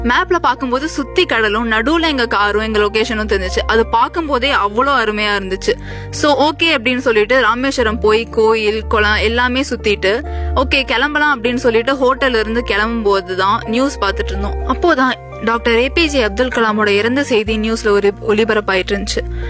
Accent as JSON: {"language": "Tamil", "town": "Tiruppur", "region": "Tamil Nadu", "country": "India", "tie": "born or raised there", "also_born_or_lived": "Udumalaipettai", "said": "நான் பிறந்து வளர்ந்தது எல்லாமே திருப்பூர் அப்படின்னாலும் திருப்பூர்ல இருக்க உடுமலை அப்படிங்கிற ஊர்ல தான் நான் ஸ்கூலிங் படிச்சுட்டு இருந்தேன்."}